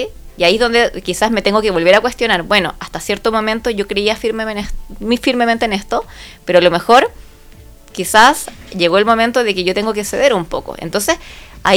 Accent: Chile; now in Santa Cruz, Chile; somos chilenos.

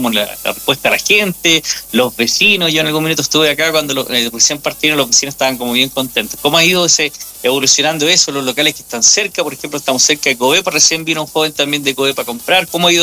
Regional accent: Aysén, Chile

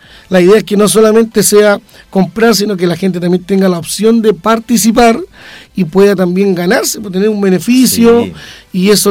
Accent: Talcahuano, Biobío, Chile; somos de Talcahuano, llevamos más de 16 años acá en Talcahuano

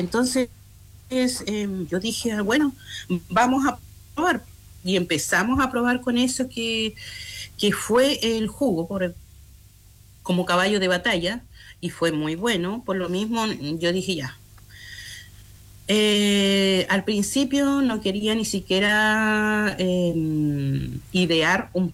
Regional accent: Puerto Gaviota, Aysén, Chile; moved away as an adult; now in Puerto Cisne, Chile; yo me crecí en Puerto Gaviota. Vine cuando tenía 19 años, perdón, acá a Puerto Cisne.

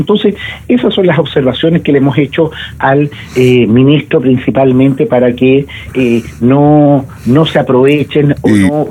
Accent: Valdivia, Los Ríos, Chile; somos de distintos colores políticos, pero somos de Valdivia

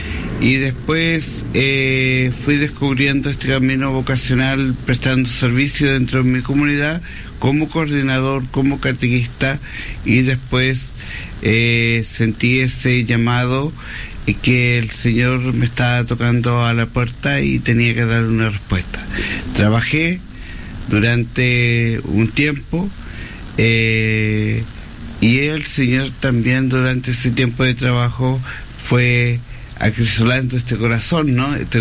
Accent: Coquimbo, Chile; also born or lived in Ovalle; Hay un pueblo que se llama Halcones Bajo. De allí es toda mi familia y ahí yo nací, me crié, estudié mi enseñanza básica y desde ahí ya hice mis cursos de enseñanza media en Ovalle.

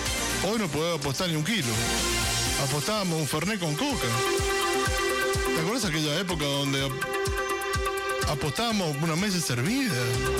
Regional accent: Argentina; Qué loco que somos los argentinos, ¿no?

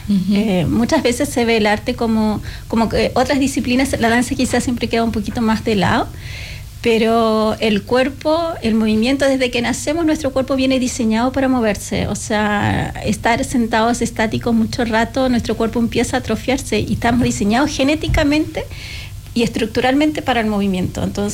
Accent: Villa Gesell, Buenos Aires Province, Argentina; moved away as an adult; now in Coyhaique, Chile; yo llegué a vivir a Aysén en el 2004, o sea, a Coyhaique directamente, y yo vengo de Argentina, claro, de un lugar donde hay como mucha oferta, ¿verdad? Yo me formé en un lugar comunitario también, en la ciudad de Villa Gesell

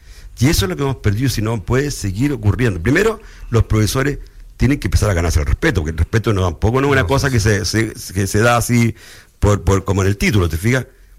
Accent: Chile; Somos así porque somos chilenos

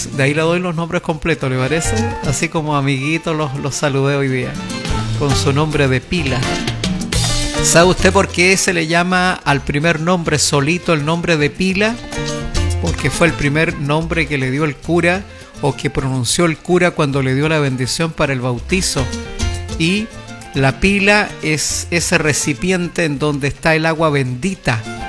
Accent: Chile; Somos chilenos todo el año.

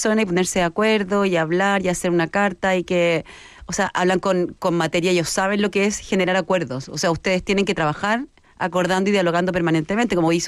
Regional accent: Chile; Todos somos chilenos.

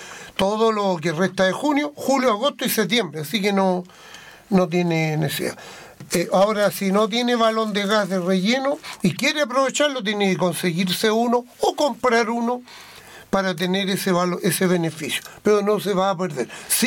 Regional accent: Chile; somos chilenos

